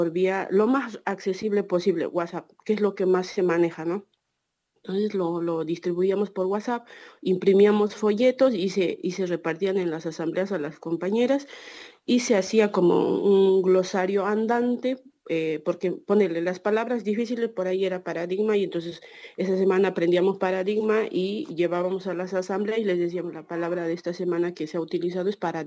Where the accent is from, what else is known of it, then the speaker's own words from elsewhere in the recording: Bolivia; now in Buenos Aires, Argentina; soy una personita aymara, soy y vengo de un pueblo originario del mal llamado Bolivia. Soy migrante en términos de papeles aquí en Argentina, radico en Argentina, ya hace casi 17, 16 años, casi ya.